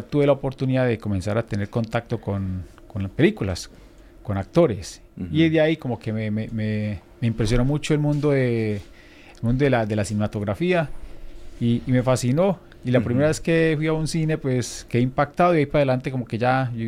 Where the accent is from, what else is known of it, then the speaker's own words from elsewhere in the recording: Albán, Valle del Cauca, Colombia; born there; moved away; also born or lived in La Victoria, Valle del Cauca; Yo nací ahí y después de ahí nosotros nos movimos para Albán Valle. Uh-huh. Y allá fue donde se desarrolló toda mi infancia.